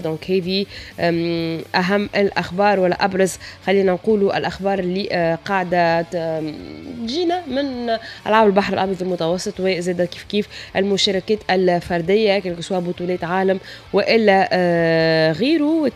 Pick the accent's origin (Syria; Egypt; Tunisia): Tunisia